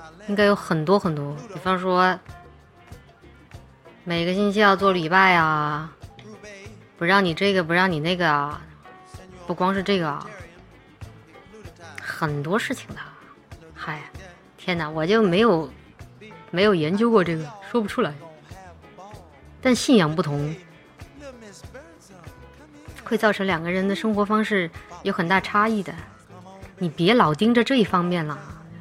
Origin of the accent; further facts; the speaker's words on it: Chongqing, China; accent: Chongqing dialect; 在我们重庆话里面有一句话叫做换教还脚